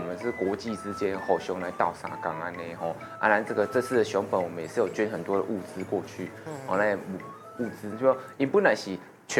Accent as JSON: {"language": "Chinese", "country": "Taiwan", "said": "我们这个身为台湾人代表，"}